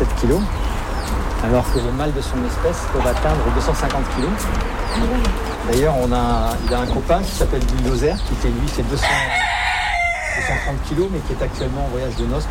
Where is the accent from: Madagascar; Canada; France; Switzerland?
Madagascar; born there; moved away; also born or lived in Réunion; Moi, je suis né à Madagascar.